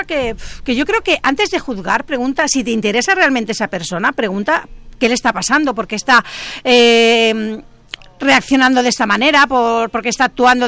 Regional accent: L'Hospitalet de Llobregat, Catalonia, Spain; Yo nací en Hospitalet y me crié hasta los 18 años en Santuralia.

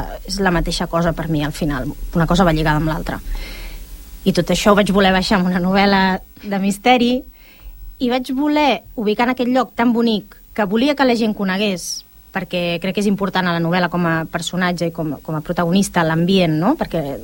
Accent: El Prat de Llobregat, Catalonia, Spain; jo sóc del Prat, el Prat és ciutat, ostres, però el Prat té una història

